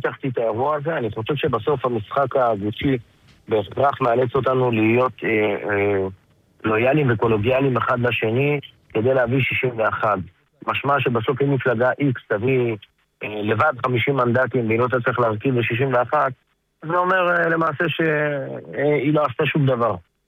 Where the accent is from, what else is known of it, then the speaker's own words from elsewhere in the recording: Ofakim, Southern District, Israel; אני מגיע מאופקים, אופקים עיר ליכודית מובהקת